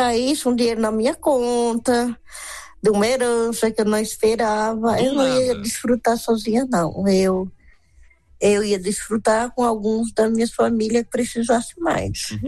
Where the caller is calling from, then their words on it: São Paulo, Brazil; moro no Campo Limpo, São Paulo.